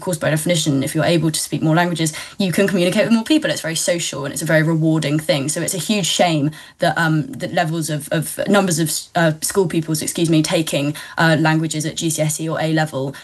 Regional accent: United Kingdom; first language English; Brits is that we're so shockingly monolingual.

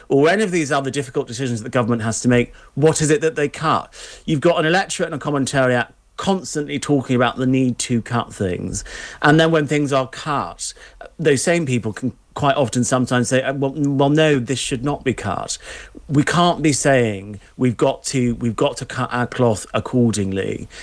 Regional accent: London, United Kingdom; when I was younger, I grew up quite near Kew Gardens, and we used to go to Kew Gardens quite a lot.

